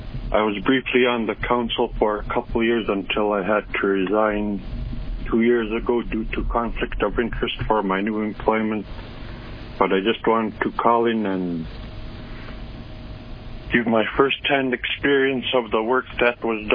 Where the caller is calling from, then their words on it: Kwigillingok, Alaska, United States; Yes, I'm calling in from Quigilingok. I'll give a brief introduction.